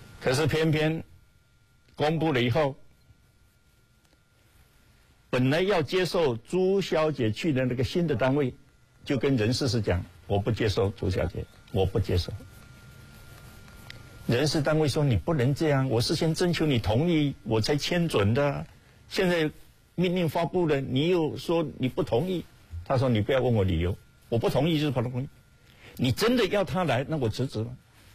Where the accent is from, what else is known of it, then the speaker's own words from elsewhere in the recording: China; 这样各位才知道为什么我们中国人他讲外圆内方